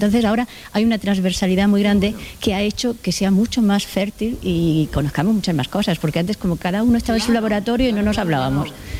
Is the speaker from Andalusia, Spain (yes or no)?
yes; Jaén, Andalusia, Spain